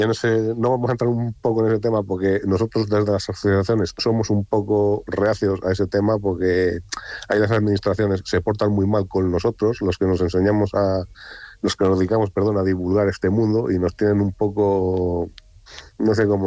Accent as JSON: {"language": "Spanish", "town": "Montemayor de Pililla", "region": "Castile and León", "country": "Spain"}